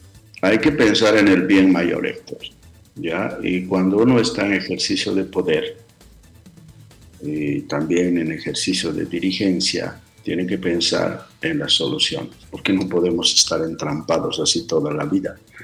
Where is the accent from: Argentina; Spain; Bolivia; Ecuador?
Bolivia; No podemos enfrentarnos como bolivianos.